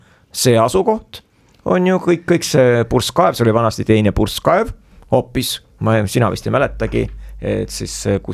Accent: Viljandi, Viljandi County, Estonia; et ma olen Viljandist.

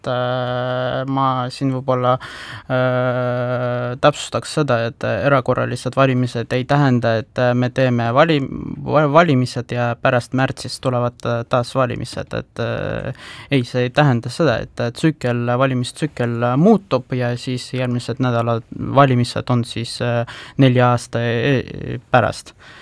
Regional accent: Tallinn, Harju County, Estonia; mina ka olen Tallinnast

